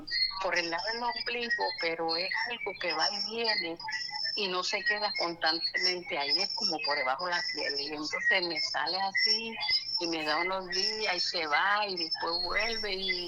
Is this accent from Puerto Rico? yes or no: yes; Juana Díaz, Puerto Rico